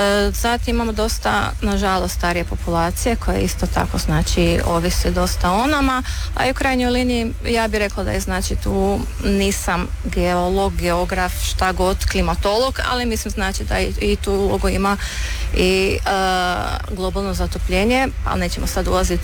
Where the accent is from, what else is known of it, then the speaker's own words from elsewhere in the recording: Hrvatsko Zagorje, Croatia; now in Slavonia, Croatia; jesmo u Slavoniji, ja sam inače Zagorka